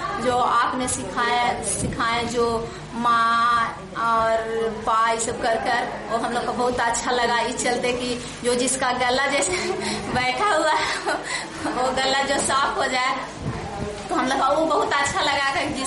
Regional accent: Deo, Bihar, India; मैं देव की रहने वाली हूँ, मैं यहाँ की दर्ज हूँ और मैं 5वीं ट्रेनिंग यहाँ की हूँ।

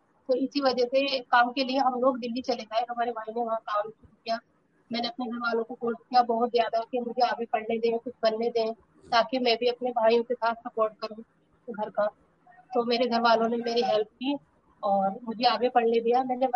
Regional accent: Rampur, Uttar Pradesh, India; born or raised there

